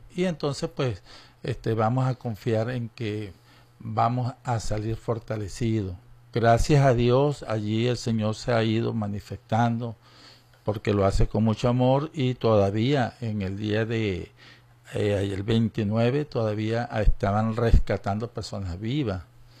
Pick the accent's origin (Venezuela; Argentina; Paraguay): Venezuela; Nosotros, como venezolanos y venezolanas